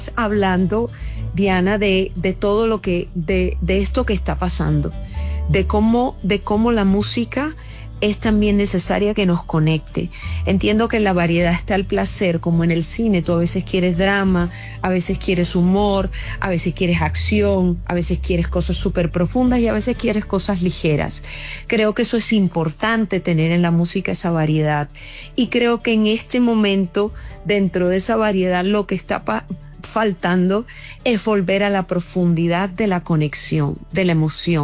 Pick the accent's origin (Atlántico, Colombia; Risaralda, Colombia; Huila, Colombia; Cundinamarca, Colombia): Atlántico, Colombia; Barranquilla; born there; en mi tierra, en Barranquilla